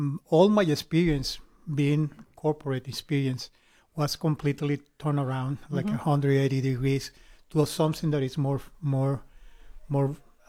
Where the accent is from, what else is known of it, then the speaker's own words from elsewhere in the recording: Venezuela; moved away as an adult; now in Austin, United States; I am originally from Venezuela, so I came here back in 2006